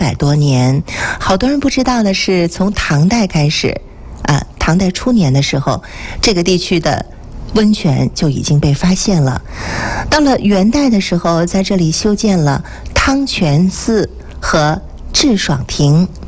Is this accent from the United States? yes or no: no; Northeast China, China; 咱作为东北人